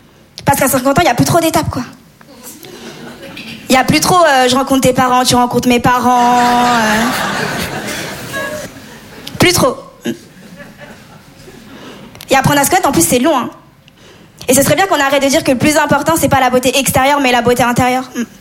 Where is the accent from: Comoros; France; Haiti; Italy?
Comoros; D'ailleurs, moi, comme je vous dis, je viens des Comores. Et nous, on est vraiment connus pour célébrer de très, très grands mariages.